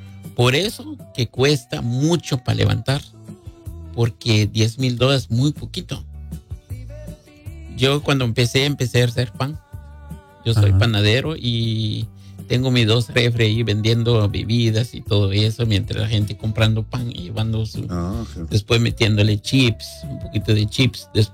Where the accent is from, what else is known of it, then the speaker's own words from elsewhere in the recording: Guatemala; now in United States; Yo vine de Guatemala en el año 2000.